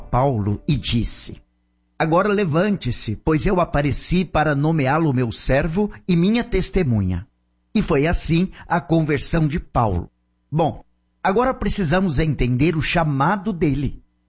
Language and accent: Portuguese; Canada; Na fazenda em que fui criado, lá no Canadá